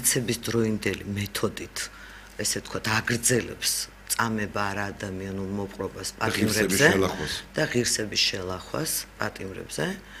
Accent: Samtredia, Imereti, Georgia; born or raised there

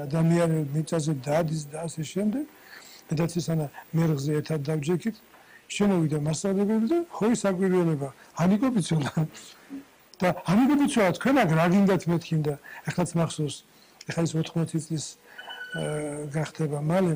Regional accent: Ozurgeti district, Guria, Georgia; moved away; შევედი გურიანთის სკოლაში, ის მაშინ 8 წლიანი იყო, ეგარი ოზურგეთის რაიონში

